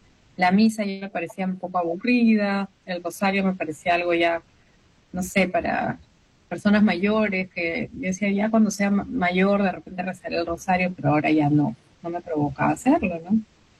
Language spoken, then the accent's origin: Spanish; Quito, Pichincha, Ecuador; Yo soy de Quito, originalmente. Yo nací en Quito. Mi papá es ecuatoriano y mi mamá es peruana. Tengo 43 años